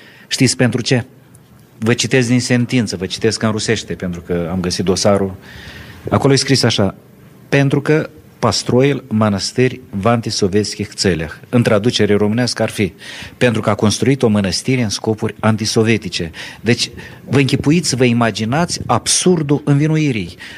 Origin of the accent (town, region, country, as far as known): Bessarabia, Moldova